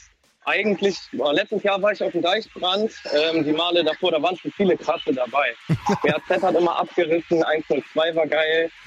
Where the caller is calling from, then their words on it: Bremen, Germany; Ich komme aus Bremen, ich wohne in der Nähe von Vöttel.